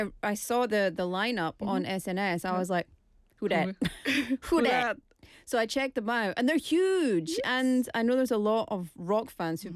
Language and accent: English; Scotland, United Kingdom; it blows my mind as a non-Korean, like as a Scottish person going to a festival and people actually looking after the venue like that.